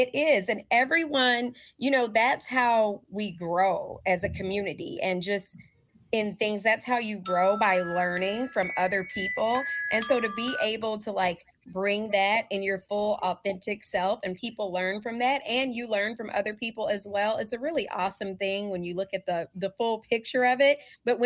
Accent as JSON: {"language": "English", "region": "Alabama", "country": "United States", "tie": "born or raised there", "moved": "as an adult", "lives_now": "Minnesota, United States", "said": "So I actually grew up in Alabama. So I was born in Minnesota, but I actually grew up in Alabama. So everybody laughs at me because I say I'm from Alabama because I have Southern roots."}